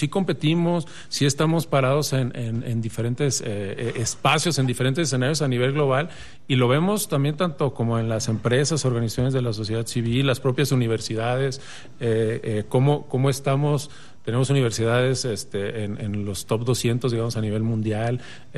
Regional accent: Mexico; la identidad como mexicanos.

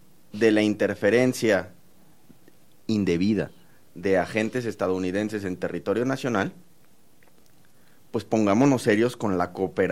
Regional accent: Mexico; Tenemos que encontrar la manera, como mexicanos y mexicanas, de que nuestra gente viva bien

